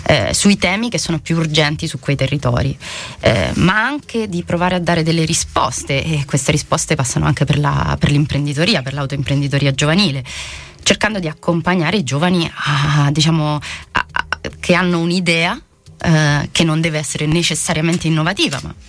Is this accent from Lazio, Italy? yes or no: yes; Rome, Lazio, Italy; Io sono di Roma.